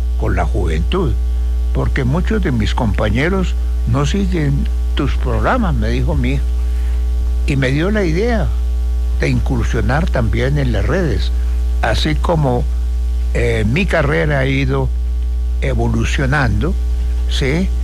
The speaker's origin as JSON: {"language": "Spanish", "town": "Ibagué", "region": "Tolima", "country": "Colombia", "tie": "born or raised there", "moved": "yes", "said": "Yo inicié en la radio allá en mi tierra natal, en Ibagué."}